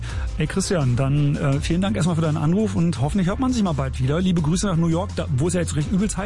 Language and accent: German; Steglitz, Berlin, Germany; Lichterfelde ist bei mir um die Ecke. Ich komme ja aus Steglitz.